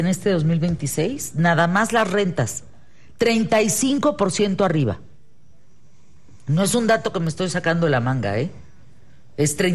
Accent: Mexico; tenemos la obligación como mexicanos

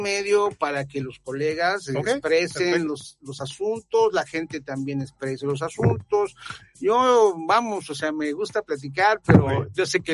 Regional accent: Xalapa, Veracruz, Mexico; born there; yo tengo 35 años. Nací en Jalapa

